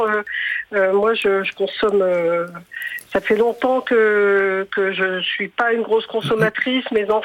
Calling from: Île-de-France, France; Je vous appelle de l'Essonne.

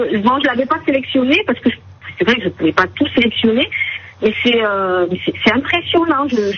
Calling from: Isola, Provence-Alpes-Côte d'Azur, France; j'habite à Isola de Mille.

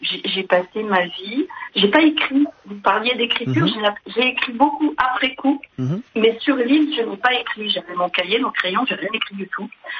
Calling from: Grand Est, France; Alors j'appelle des Vosges.

